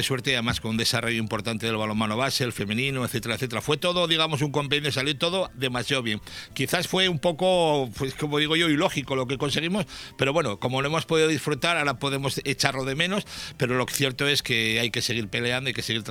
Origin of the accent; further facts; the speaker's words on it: Tafalla, Navarre, Spain; yo soy de Tafalla, muy orgulloso.